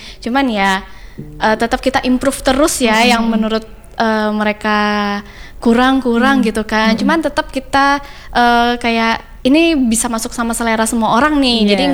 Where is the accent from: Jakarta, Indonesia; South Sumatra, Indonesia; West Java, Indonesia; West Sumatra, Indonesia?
South Sumatra, Indonesia; Palembang; now in Batam, Indonesia; Kak, kita orang Palembang gak pernah makan pempek pakai sendok.